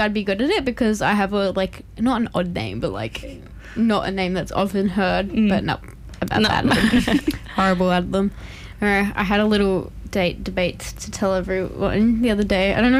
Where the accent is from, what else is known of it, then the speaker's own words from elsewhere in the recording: Australia; I'm Australian